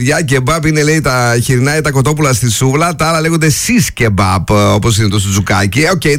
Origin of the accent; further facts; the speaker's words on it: Thessaly, Greece; Εγώ επειδή είμαι από Θεσσαλία, κεμπάπ λέμε όντως τα κοτοσούβλια.